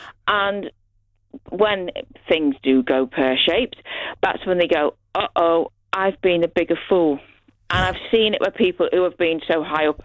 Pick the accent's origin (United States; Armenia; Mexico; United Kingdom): United Kingdom; Liverpool, North West England; But then again, I'm from Liverpool and we are a bit of a suspicious bunch at the best of times.